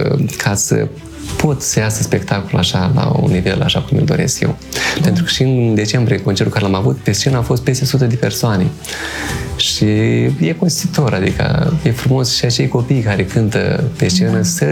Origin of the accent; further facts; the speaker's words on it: Chișcăreni, Sîngerei District, Moldova; born there; sunt cetățean de onoare a satului unde m-am născut, satul meu natal, Chișcărei.